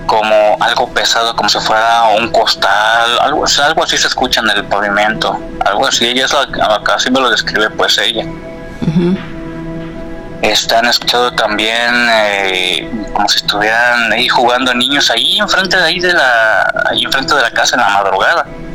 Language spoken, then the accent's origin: Spanish; La Barca, Jalisco, Mexico; moved away as an adult; now in Guadalajara, Mexico; allá en el pueblo donde yo soy, porque pues, de recuerdo soy de allá de La Barca, Jalisco, es un pueblo que está aquí como a hora y media de aquí de Guadalajara